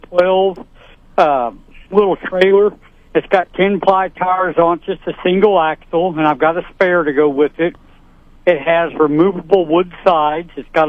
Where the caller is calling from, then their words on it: Sedalia, Missouri, United States; The Sedalia, Dresden, Smithton area.